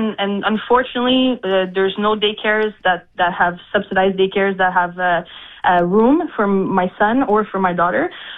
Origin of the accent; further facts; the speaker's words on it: Quebec, Canada; I grew up in the West Island, I don't remember ever having this kind of traffic on a regular basis.